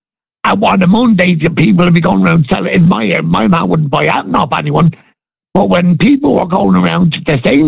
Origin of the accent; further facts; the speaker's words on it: Dublin, Leinster, Ireland; born there; I came from Michael's estate, Niall, in Chicor, and I came from a big family